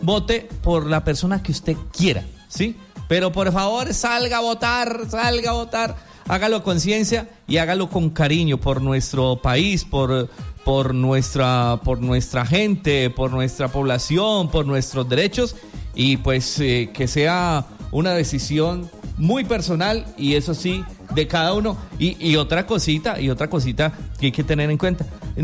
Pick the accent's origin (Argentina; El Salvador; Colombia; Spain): Colombia; Pero pues como ciudadano, como colombiano